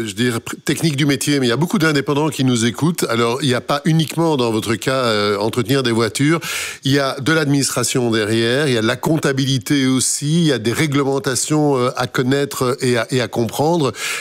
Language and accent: French; Wallonia, Belgium; Une chose est sûre, ces entreprises ont la cote. Chez nous, en Wallonie.